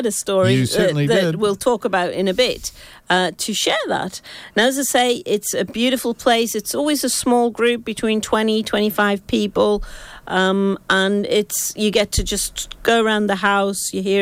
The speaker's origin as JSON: {"language": "English", "region": "England", "country": "United Kingdom", "said": "I'm so English."}